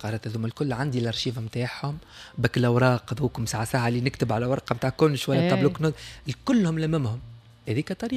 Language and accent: Arabic; Tunisia; احنا مثلا عندنا في تونس